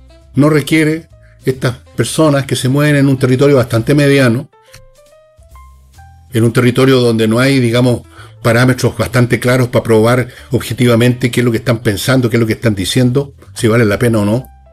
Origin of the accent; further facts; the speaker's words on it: Chile; Estamos en Chile nomás, po. Estamos en Chile